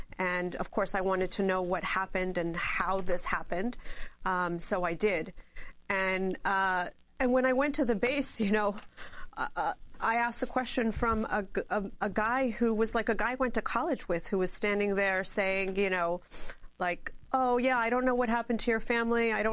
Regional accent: New York City, New York, United States; And, as a New Yorker, the shock and the horror and all

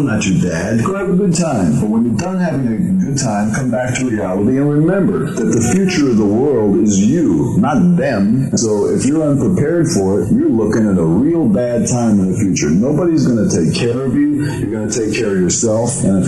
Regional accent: United States; In fact, I'm proud to be an American. I'm an all-American boy.

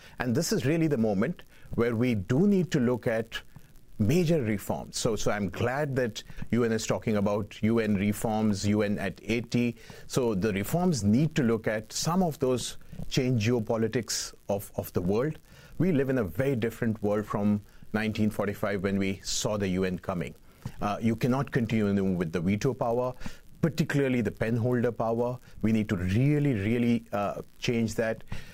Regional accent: India; whether I come from India, so I've seen movements in Sri Lanka

